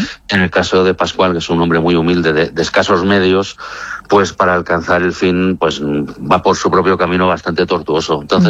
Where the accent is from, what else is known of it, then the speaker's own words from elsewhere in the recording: San Sebastián, Basque Country, Spain; empecé en San Sebastián, de donde soy